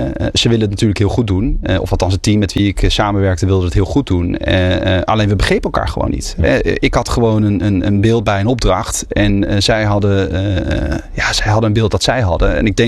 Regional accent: Netherlands

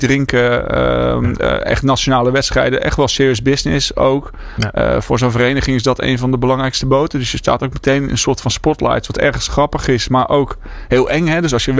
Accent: Heerhugowaard, North Holland, Netherlands; moved away as an adult; also born or lived in Groningen; En ik kwam uit Heerhugowaard. Dat ligt bij Alkmaar. En ik was dus nieuw in Groningen.

